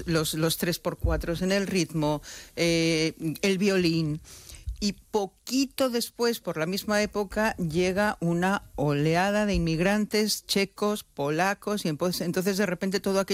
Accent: Mexico; volvemos al siglo XIX y en mi país, en México, pues teníamos un emperador

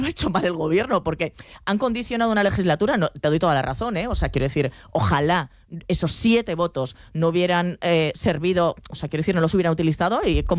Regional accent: Catalonia, Spain; a mí como ciudadano o ciudadana catalana no me beneficia más allá, insisto, del símbolo

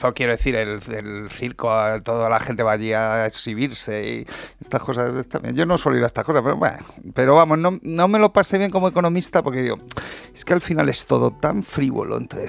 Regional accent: Madrid, Community of Madrid, Spain; also born or lived in Palencia; yo la verdad es que me he criado aquí en Madrid, aunque nací en Palencia, me he criado en Madrid

